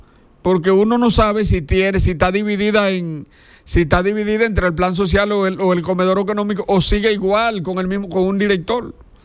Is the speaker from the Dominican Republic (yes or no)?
yes; Dominican Republic; en buen llano y en buen dominicano.